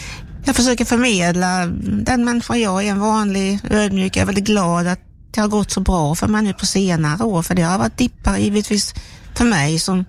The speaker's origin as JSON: {"language": "Swedish", "town": "Steninge", "region": "Halland County", "country": "Sweden", "tie": "born or raised there", "moved": "as an adult", "lives_now": "Växjö, Sweden", "said": "jag trivs väldigt bra i Växjö, men jag saknar ju havet. Jag är ju som från Steninge, det ligger vid havet alldeles, och vårt gamla hus som finns kvar, det ligger nära havet"}